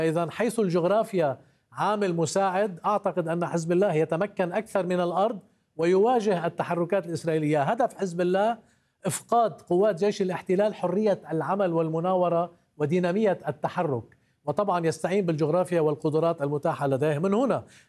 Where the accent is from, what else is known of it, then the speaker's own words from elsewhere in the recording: Roumine, Nabatieh Governorate, Lebanon; في قريتي تحديدا، واسمها رومين وهي قضاء النبطية.